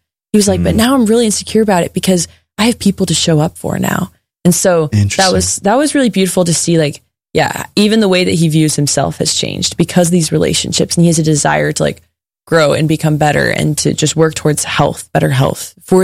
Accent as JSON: {"language": "English", "region": "Texas", "country": "United States"}